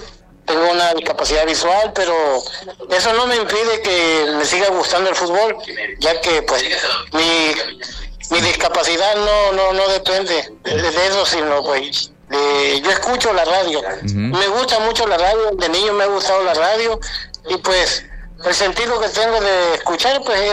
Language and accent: Spanish; Candelaria, Campeche, Mexico; also born or lived in Las Choapas, Veracruz; now in Tenosique, Mexico; Yo soy oriundo de Candelaria del Carmen, Campeche.